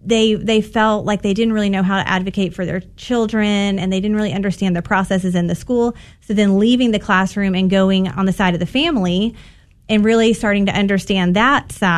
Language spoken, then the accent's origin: English; Texas, United States; and I'm from East Texas. I didn't know anybody that was homeschooled